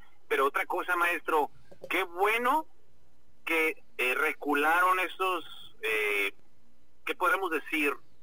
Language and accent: Spanish; Mexico; Somos los mexicanos, maestro. Somos muy solidarios